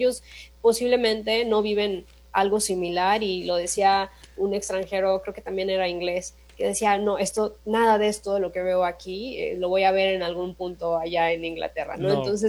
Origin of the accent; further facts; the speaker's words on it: Mexico; Entonces es como celebrar también el que como mexicanos no nos derrumbamos tanto al 100%